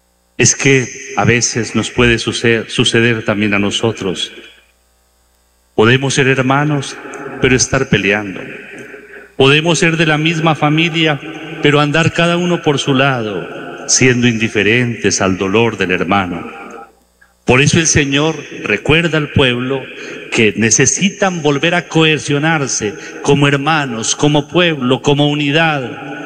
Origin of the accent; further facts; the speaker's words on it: Neiva, Huila, Colombia; somos muy afortunados, Dios cuánto nos quiere aquí a los huilenses, a los de Neiva, porque aquí no pasó, gracias a Dios, absolutamente nada.